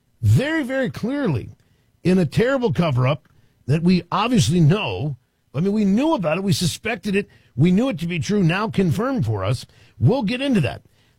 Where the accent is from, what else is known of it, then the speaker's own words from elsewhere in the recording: East Coast, United States; growing up on the East Coast